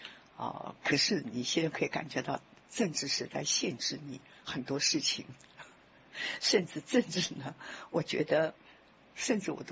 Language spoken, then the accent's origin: Chinese; China; 我们中国人说人命关天